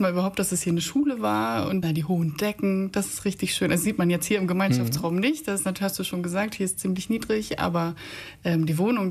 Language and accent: German; Hamburg, Germany; Genau, also wir kommen eigentlich aus Hamburg